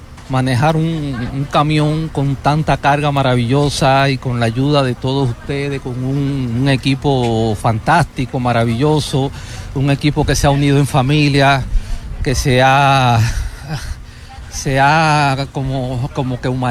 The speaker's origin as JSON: {"language": "Spanish", "country": "Cuba", "tie": "born or raised there", "moved": "yes", "lives_now": "Miami, United States", "said": "Originario, nacido en Cuba."}